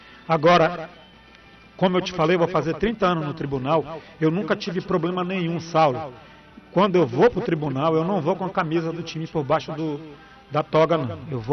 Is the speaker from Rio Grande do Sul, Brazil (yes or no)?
no; Abaetetuba, Pará, Brazil; eu sou lá de Abaetetuba, meus amigos são de lá